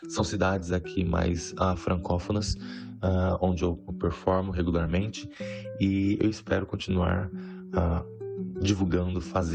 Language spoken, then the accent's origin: Portuguese; Brazil; first language Portuguese; now in Montreal, Canada; Crescendo no Brasil, a gente sabe que é um país latino, um país muito macho